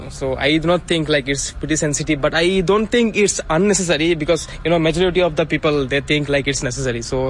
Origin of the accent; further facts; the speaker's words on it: Guwahati, Assam, India; I'm here from Royal Awas, Guwahati.